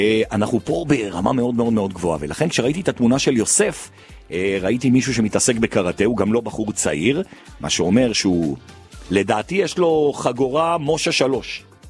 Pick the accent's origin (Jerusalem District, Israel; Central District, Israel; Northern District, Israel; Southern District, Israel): Jerusalem District, Israel; Jerusalem; אני ירושלמי, אני מפחד מהבוללה.